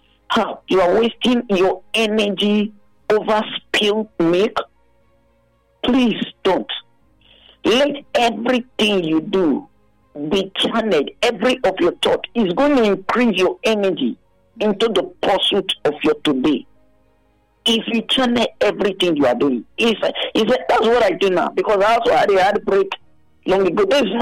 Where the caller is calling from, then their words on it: Guadeloupe; calling from Guadeloupe.